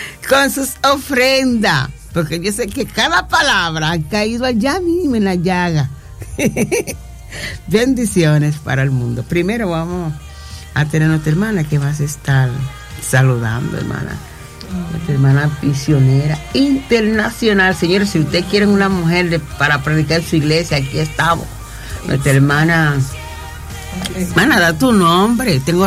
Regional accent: La Romana, Dominican Republic; born there; also born or lived in a batey (sugar-cane settlement); Aunque casi no me crié totalmente en el Batey, porque yo vine desde los 11 años para acá, para la Romana.

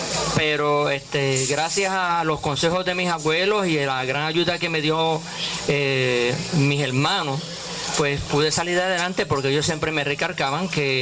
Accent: Puerto Rico; Yo soy natural de Minilla, de las parcelas de Minilla

